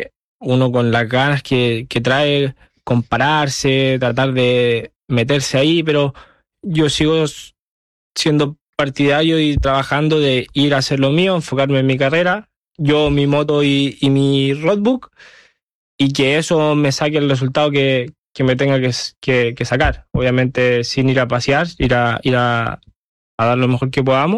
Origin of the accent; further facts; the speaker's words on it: Chile; now in Spain; Sí, soy chileno y.